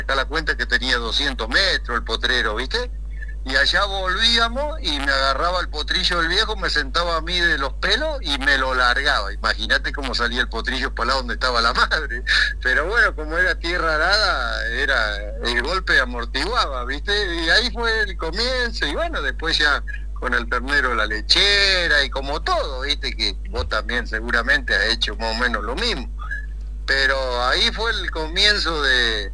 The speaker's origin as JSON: {"language": "Spanish", "town": "Alpachiri", "region": "La Pampa", "country": "Argentina", "tie": "born or raised there", "also_born_or_lived": "General Acha", "said": "siempre hemos estado en los pagos de Alpachiri, si bien soy nacido en General Hacha"}